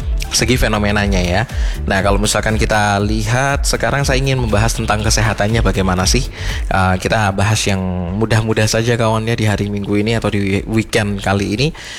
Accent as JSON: {"language": "Indonesian", "region": "East Java", "country": "Indonesia", "said": "kita sebagai warga Malang Raya"}